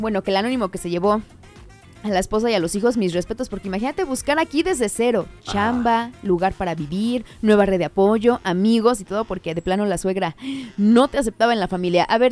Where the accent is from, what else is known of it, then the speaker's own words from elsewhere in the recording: Oaxaca, Mexico; now in Puebla, Mexico; que ahora por eso vivimos aquí en la ciudad de Puebla. Nosotros somos de Oaxaca